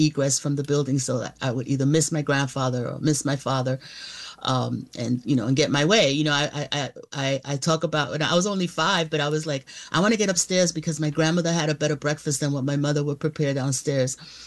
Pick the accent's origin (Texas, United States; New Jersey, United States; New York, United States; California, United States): New York, United States; New York City; and we grew up in the Bronx, but you know, there were always eyes on us.